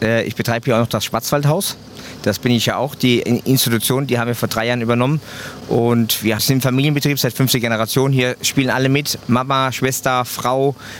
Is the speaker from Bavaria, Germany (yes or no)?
no; Kaiserslautern, Rhineland-Palatinate, Germany; Ich muss sagen, wir kommen aus der Region, ursprünglich von Kaiserslautern. Deswegen sind wir auch nahe zu Bad Kreuznach.